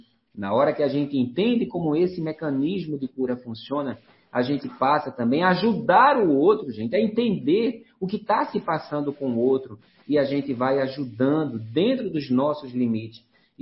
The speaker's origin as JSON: {"language": "Portuguese", "region": "Rio de Janeiro", "country": "Brazil", "tie": "born there", "said": "Nasci no Rio. Meu coração é paulista, mas minha alma é mineira."}